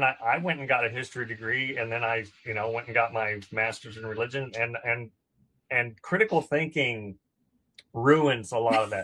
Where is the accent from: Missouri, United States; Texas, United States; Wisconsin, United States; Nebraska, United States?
Texas, United States; Blue Ridge; I grew up in a town called Blue Ridge, Texas, so there were more cows than people and lots of big hats and belt buckles and all that kind of stuff.